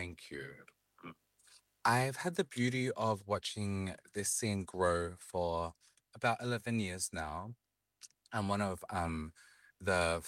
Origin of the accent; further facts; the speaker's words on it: Campbelltown, New South Wales, Australia; I grew up in Campbelltown.